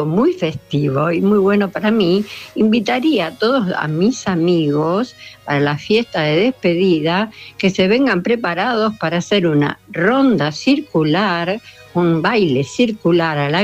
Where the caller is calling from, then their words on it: Parque Chas, Buenos Aires, Argentina; de Parque Chas.